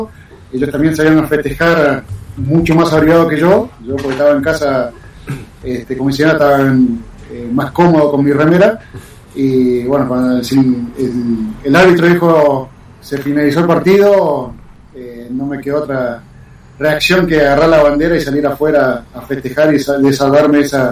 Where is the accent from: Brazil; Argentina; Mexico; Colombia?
Argentina; now in Esperanza Base, Antarctica; como si fuese la bandera argentina nuestra.